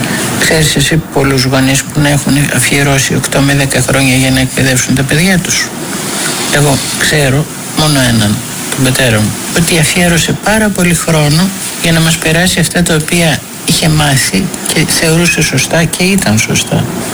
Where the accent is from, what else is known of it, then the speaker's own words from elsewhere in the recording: Greece; μέναμε στο κέντρο. Εγώ γεννήθηκα στην Αγίου Κωνσταντίνου